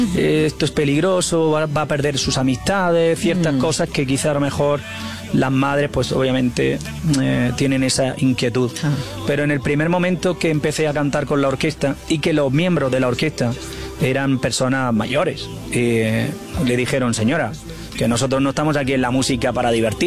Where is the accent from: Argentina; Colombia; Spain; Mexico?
Spain; Almería, Andalusia; mi tierra, Almería